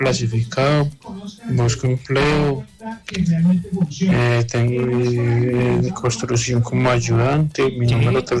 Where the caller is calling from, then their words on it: Medellín, Antioquia, Colombia; vivo en la ciudad de Medellín. Tengo 30 años